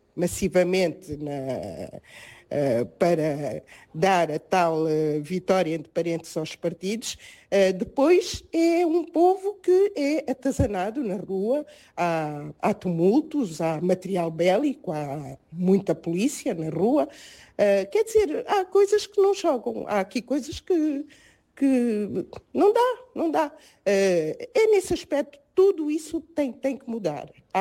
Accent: Angola; falo como angolana, realmente, que admira-me e estou feliz porque Angola dá certos passos

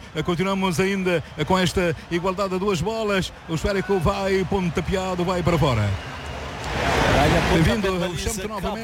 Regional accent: Cape Verde; Imagino lá na terra, imagino lá em Cabo Verde, imagino o que se estará nesta altura a viver.

